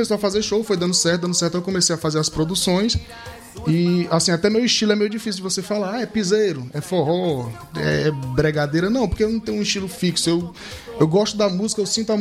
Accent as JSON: {"language": "Portuguese", "town": "São João da Fronteira", "region": "Piauí", "country": "Brazil", "tie": "born or raised there", "moved": "yes", "said": "Eu carrego muito, muito dentro de mim os costumes da minha cidade, da minha terra lá do Piauí."}